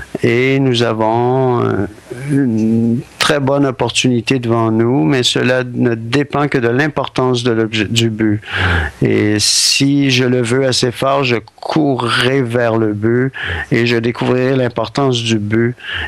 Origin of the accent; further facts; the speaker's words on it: Toronto, Ontario, Canada; de Toronto, une autre personne de Toronto.